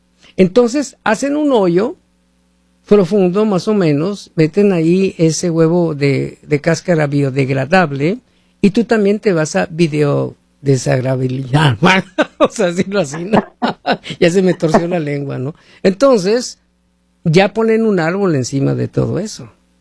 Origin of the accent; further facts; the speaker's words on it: Mexico; así somos los mexicanos